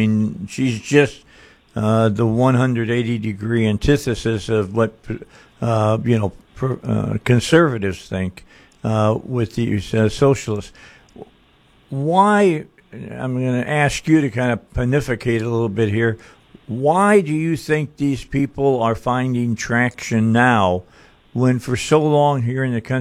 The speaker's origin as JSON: {"language": "English", "region": "Indiana", "country": "United States", "said": "I mean, I'm from Indiana."}